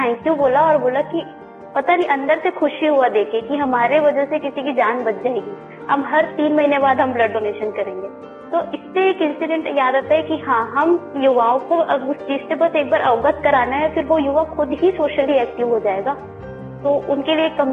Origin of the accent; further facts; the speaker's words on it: Chhattisgarh, India; हमारे छत्तीसगढ़ का एक इमेज बना हुआ है पूरे इंडिया के अंदर कि हम नक्सल प्रभावित क्षेत्र से आते हैं, हमारे राज्य में आदिवासी बहुत है